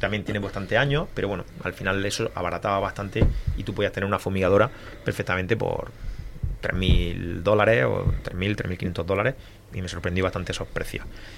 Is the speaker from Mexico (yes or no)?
no; Adra, Andalusia, Spain; Yo soy de Adra y yo sigo teniendo invernadero plano.